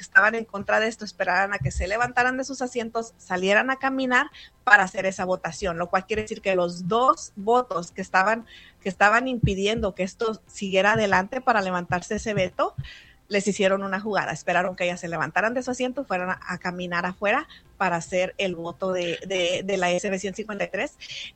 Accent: United States; yo soy mexicana, ¿verdad? Pero pues yo soy de Estados Unidos

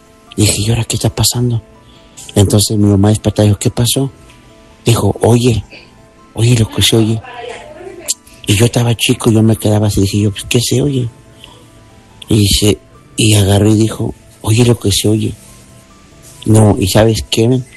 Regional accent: Apizaco, Tlaxcala, Mexico; now in Arkansas, United States; Tenía yo 9 años, ya en Apizaco. Yo soy originario de Apizaco, Cerrito de Guadalupe. Entonces tenía 9 años y en ese tiempo vivíamos con mi abuelita.

